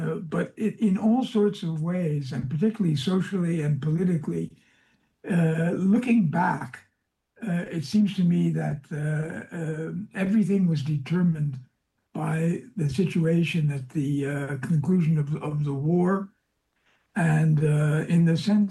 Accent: New York City, New York, United States; I was in New York City, growing up in New York City, where there was a lot of sympathy for socialist ideas.

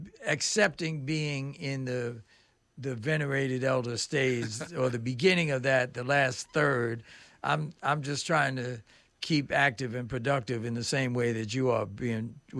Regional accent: Mount Vernon, New York, United States; I grew up in Mount Vernon, and I have no age issues. Like I said, I just turned 72

